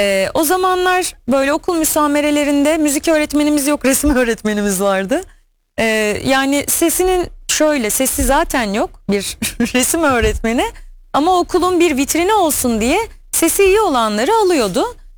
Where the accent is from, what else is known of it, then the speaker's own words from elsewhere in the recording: Istanbul, Turkey; Ben jeofizik mühendisliği okumam, bilmediğim bir şehirde dedim ki, İstanbul'da doğdum, büyüdü